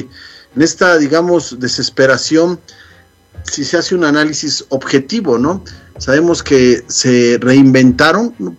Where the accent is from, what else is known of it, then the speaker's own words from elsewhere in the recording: Mexico; now in United States; como un grupo étnico como somos nosotros, la comunidad hispana, la comunidad latina, la comunidad mexicana.